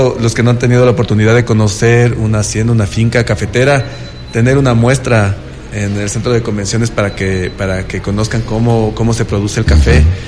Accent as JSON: {"language": "Spanish", "country": "Ecuador"}